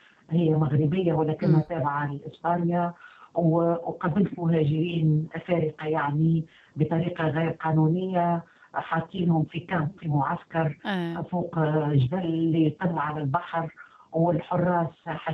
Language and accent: Arabic; Tunisia; moved away; أنا تونسية، معناها أرتدي تونسيتي بكل فخر واعتزاز، معناها حتى مع ناس ما نعرفهمش نقول لهم أنا تونسية